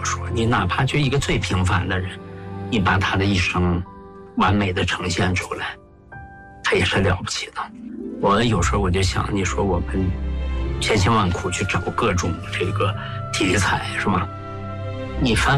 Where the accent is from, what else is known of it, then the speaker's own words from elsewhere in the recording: Heilongjiang, China; 就因为我本身是黑龙江人嘛，小时候文物多，我对那块土地特别熟悉嘛。